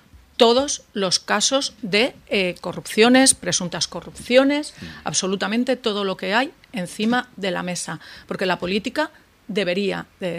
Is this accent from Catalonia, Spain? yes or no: no; Teruel, Aragon, Spain; pero como turolense y como aragonesa quiero cero corrupción en mi tierra y no la hay.